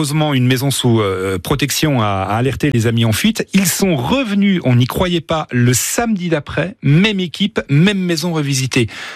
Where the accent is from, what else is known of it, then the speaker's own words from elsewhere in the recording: Bourgogne-Franche-Comté, France; chez nous en Franche-Comté.